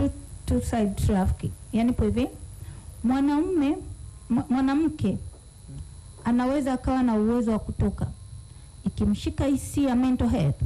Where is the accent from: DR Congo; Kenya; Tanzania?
Tanzania; Ruvuma; Imeenda mbali zaidi kule kwetu Ruvuma.